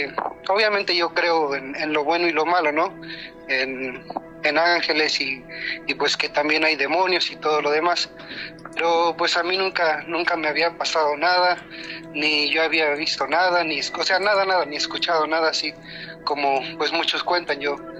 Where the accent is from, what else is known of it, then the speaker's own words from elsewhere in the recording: Mexico; now in Canada; Bueno, yo soy de México, pero ahorita estoy aquí en Canadá.